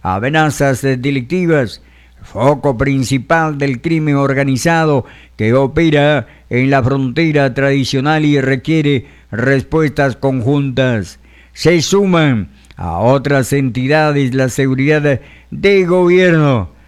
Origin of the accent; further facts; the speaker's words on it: Peru; en mi país llamado Perú